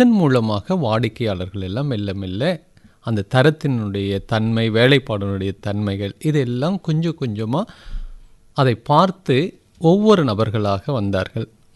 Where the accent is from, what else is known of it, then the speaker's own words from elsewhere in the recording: Tamil Nadu, India; now in Dharmapuri, India; ஜருகன் ஒரு சின்ன கிராமத்திலிருந்து வந்திருக்கோம்.